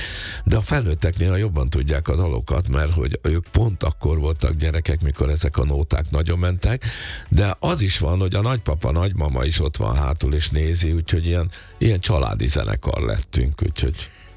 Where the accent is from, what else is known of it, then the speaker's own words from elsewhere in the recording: Hungary; mi meg erősködtük, hogy de mi magyar gyerekek vagyunk